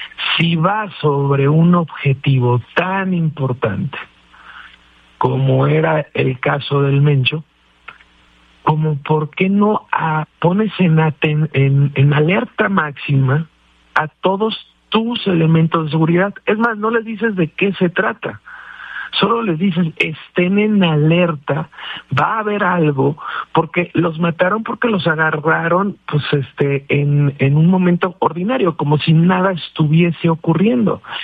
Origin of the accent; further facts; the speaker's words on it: Michoacán, Mexico; yo soy michoacano.